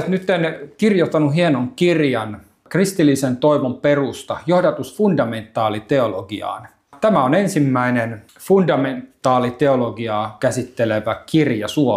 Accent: Turku, Southwest Finland, Finland; Itse olen Turusta

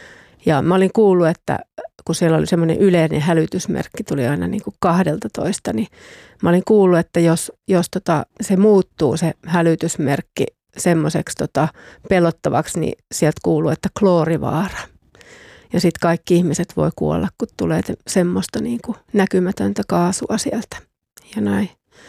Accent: Eastern Finland, Finland; Mä oon syntynyt Etelä-Suomessa ja sitten me on muutettu tuonne Itä-Suomeen, kun mä oon ollut 8.

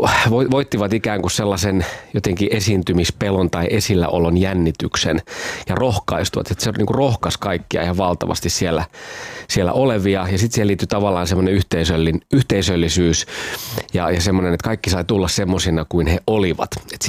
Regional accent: Pori, Satakunta, Finland; born or raised there; also born or lived in Kuorevesi

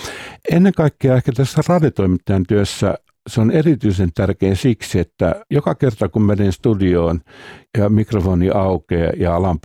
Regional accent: Salo, Southwest Finland, Finland; jota mä kuuntelin jo pikkupoikana Salossa.

